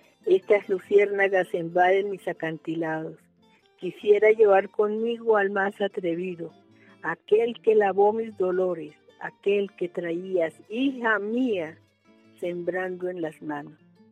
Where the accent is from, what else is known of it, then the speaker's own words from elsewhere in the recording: Colombia; somos Colombia y somos colombianos